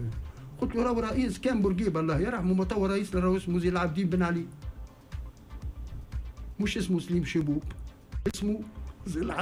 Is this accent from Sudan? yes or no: no; Tunisia; انا وين امن رو انا تونسي وفي بلادي في حاجة باش تحميني